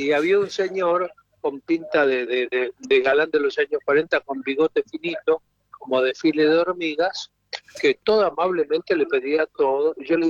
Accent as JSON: {"language": "Spanish", "region": "Tierra del Fuego", "country": "Argentina", "tie": "born there", "said": "Yo de chico estaba en Tierra del Fuego"}